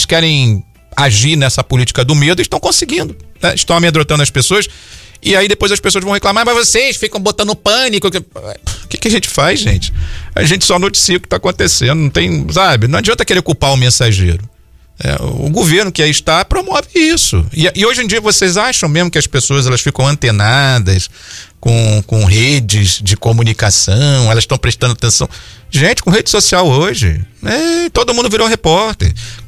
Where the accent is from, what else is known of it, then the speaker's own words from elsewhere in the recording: Rio de Janeiro, Brazil; now in United States; Eu sou carioca